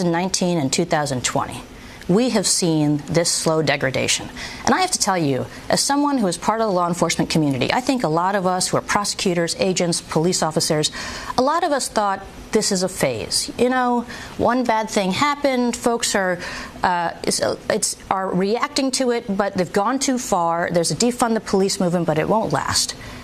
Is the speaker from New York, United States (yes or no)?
yes; New York, United States; born there; I was born in New York. I love this place. I want to see it thrive.